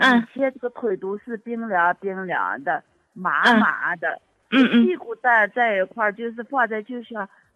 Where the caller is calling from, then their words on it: Baotou, Inner Mongolia, China; 我是包头的，今年63了。